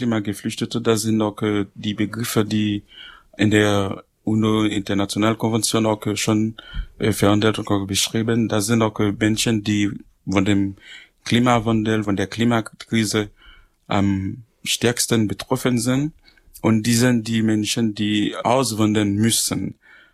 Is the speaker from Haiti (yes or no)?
yes; Port-au-Prince, Ouest, Haiti; German is a second language; now in Germany; zum Beispiel Port-au-Prince, wo ich herkomme.